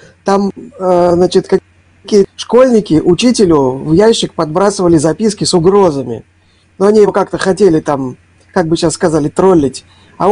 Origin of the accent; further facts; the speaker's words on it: Saint Petersburg, Russia; Я, как ленинградец, ответственно говорю